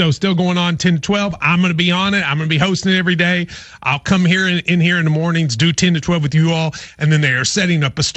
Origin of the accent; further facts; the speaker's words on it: Middlesboro, Kentucky, United States; I mean, I'm from Middlesboro, Kentucky. I was the 11th man on the JV basketball team.